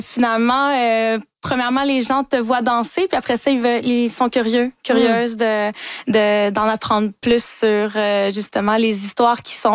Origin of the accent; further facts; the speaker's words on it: New Brunswick, Canada; also born or lived in Montreal; présenter Wasebegook au-delà des montagnes dans ma propre communauté, dans les autres communautés du Nouveau-Brunswick. De ma nation.